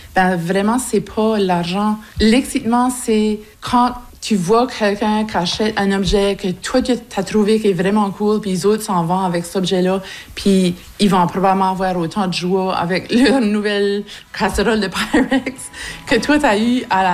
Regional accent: Shediac Ridge, New Brunswick, Canada; now in Pleasant Ridge, Canada; J'ai 51 ans. Je suis originaire de Shediac Ridge, autrement connue maintenant comme Roserville. Puis j'habite Pleasant Ridge depuis 1998.

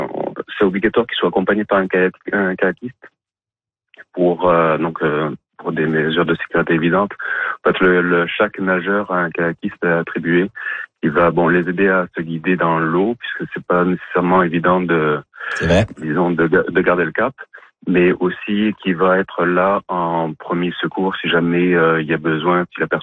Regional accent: Dalhousie, New Brunswick, Canada; Sinon, je viens de la région de Dalhousie.

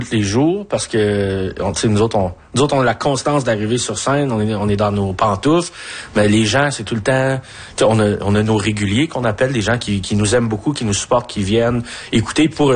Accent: Ontario, Canada; on leur fait la petite leçon qu'on est franco-ontarien

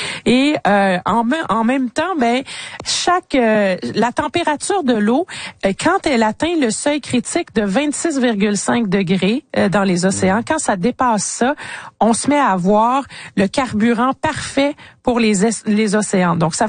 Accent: Canada; ici chez nous au Canada

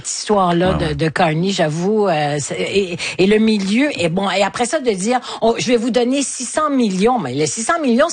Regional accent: Ukraine; Je suis ukrainienne.

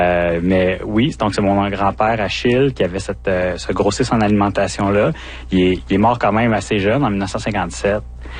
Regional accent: Rouyn-Noranda, Quebec, Canada; en Abitibi-Témiscamingue, où je suis originaire de Rouyn-Noranda. J'ai pas mal toujours habité ici.

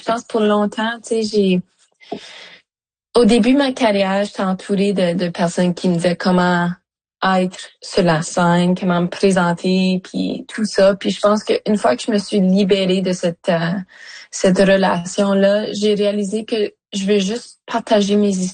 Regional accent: Sudbury, Ontario, Canada; je viens de Sudbury, comme tu dis, du nord-est de l'Ontario

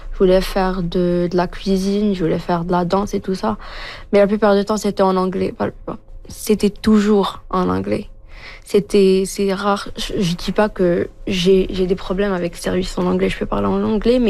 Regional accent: Morocco; moved away; On vient du Maroc.

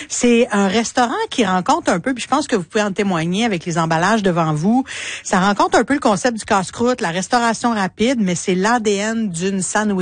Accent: Quebec, Canada; notre identité en tant que Québécois.

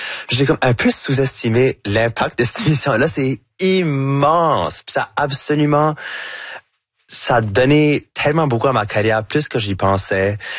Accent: New Brunswick, Canada; accent: Chiac; faire tout ce que je fais avec mon accent, avec mon chiac, pour moi, c'est comme, ah, ben, c'est bien plus fun, parce que là, tout d'un coup, je peux comme apporter l'Acadie avec moi partout où j'y vais.

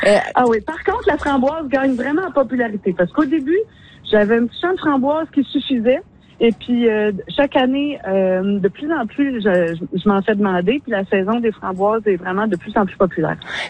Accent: La Pocatière, Quebec, Canada; On n'a pas nécessairement une terre à bleuets ici, chez nous, à la Pocatière, proche du fleuve, parce qu'on est dans l'argile.

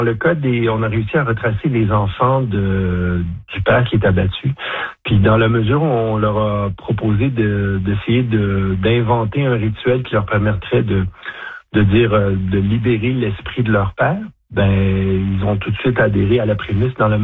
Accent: Montreal, Quebec, Canada; born there; je suis né à Montréal à l'hôpital Sainte-Justine

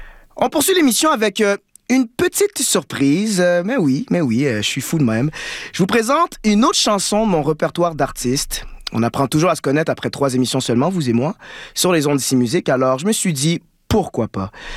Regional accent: Haiti; nationale par les gens de ma communauté durant mon adolescence. Elle me rappelle surtout la devise de mon pays d'origine, Haïti.

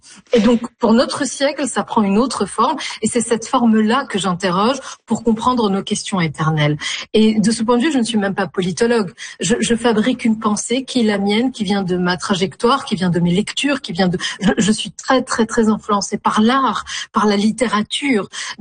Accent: Tunisia; moved away as an adult; now in France; j'ai grandi en Tunisie, c'est mon pays. Puis après, je suis arrivée à 18 ans en France pour mes études supérieures.

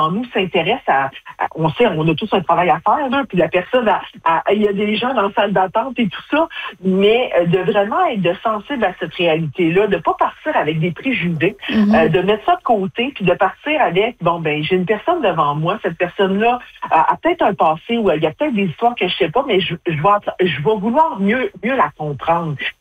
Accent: Baie-Comeau, Quebec, Canada; also born or lived in Pessamit; je suis originaire de la communauté pessamite, mais moi, je suis née à Baie-Comeau, j'ai grandi à Baie-Comeau, donc je fais partie de cette génération-là.

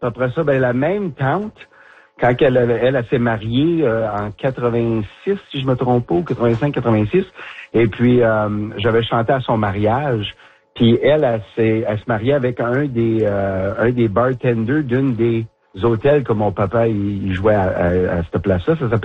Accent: Smooth Rock Falls, Ontario, Canada; moved away as an adult; now in Ottawa, Canada; Je suis un petit gars du nord de l'Ontario, moi aussi. Je viens de Smooth Rock Falls, Ontario. Alors, pas trop loin de Sudbury. Et puis, j'ai resté là 21 ans avant de m'en venir dans le bout d'Ottawa.

